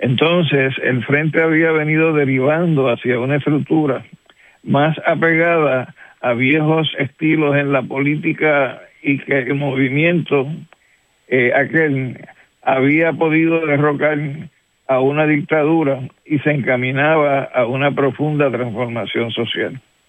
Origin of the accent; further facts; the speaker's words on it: Puerto Rico; Como puertorriqueño, sin embargo, a pesar de los cambios habidos dentro del gobierno sandinista, tenemos que reconocer la solidaridad consecuente del Frente y su dirección con el reclamo de la independencia y la descolonización de Puerto Rico